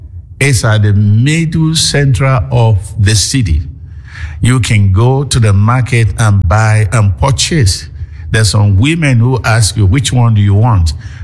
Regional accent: Nigeria; I was born in Nigeria in 1953 into a family who believe in God. We go to church. We belong to Anglican church.

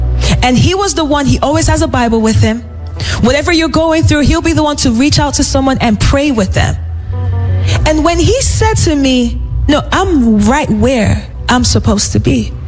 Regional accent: Nigeria; where I come from, now I'm Nigerian

